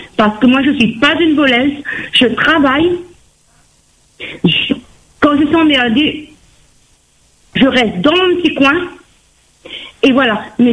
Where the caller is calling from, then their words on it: Saint-Pierre, Réunion; J'habite sur la Ravine des Cabris.